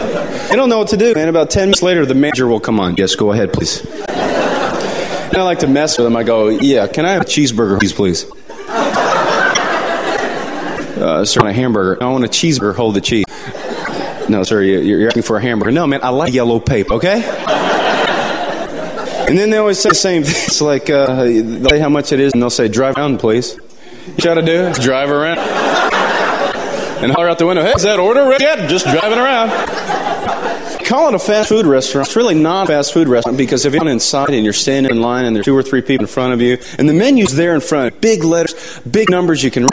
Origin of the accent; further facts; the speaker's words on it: Nashville, Tennessee, United States; I'm from Nashville, Tennessee.